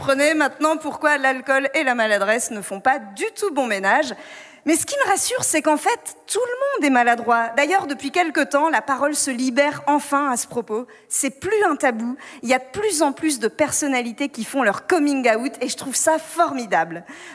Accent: Hauts-de-France, France; Moi, je dis ça, mais je bois très peu. Hein. Pourtant, je suis ch'ti.

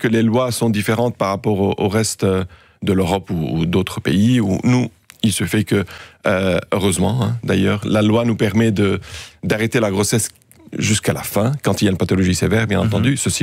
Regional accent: Belgium; Il y a tellement peu de cas que quand ça arrive chez nous en Belgique

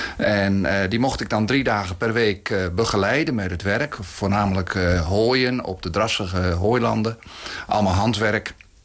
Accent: Overijssel, Netherlands; Nou, ik heb mijn roots eigenlijk een beetje liggen in de Weerribbe.

